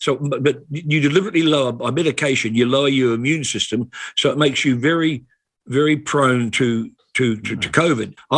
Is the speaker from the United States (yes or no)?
no; New Zealand; moved away; I left school at 15 and got a job on a newspaper, the oldest daily newspaper in New Zealand called the Taranaki Herald.